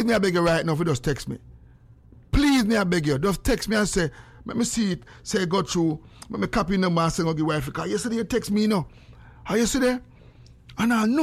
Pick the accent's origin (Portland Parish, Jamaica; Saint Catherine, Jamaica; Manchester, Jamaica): Saint Catherine, Jamaica; Spanish Town; Me apologize. I am from Spanish Town.